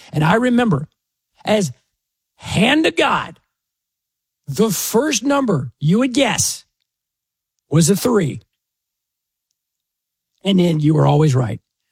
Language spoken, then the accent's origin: English; Dallas, Texas, United States; It was on CBS, probably, I don't know, where I grew up in Dallas.